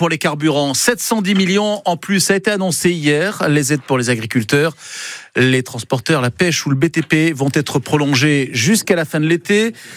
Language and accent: French; Marseille, Provence-Alpes-Côte d'Azur, France; born there; moved away; also born or lived in Saint-Étienne; Quand j'étais petit, j'habitais à Marseille